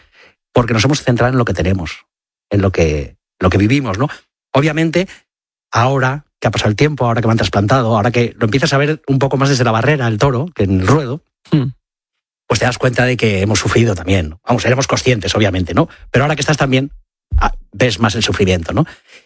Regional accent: Community of Madrid, Spain; Curiosamente, Sara es gallega, yo soy madrileño, pero yo iba los fines de semana, o sea, los viernes.

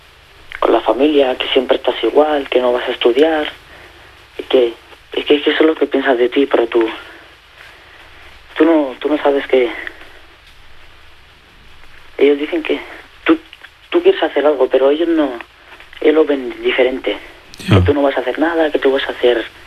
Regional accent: Morocco; Spanish is a second language; Marruecos

